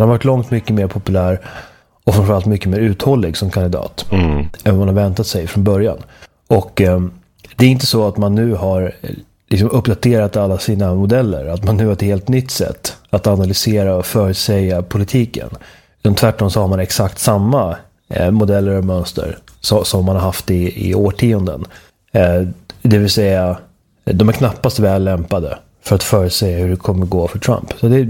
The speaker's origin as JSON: {"language": "Swedish", "country": "Sweden"}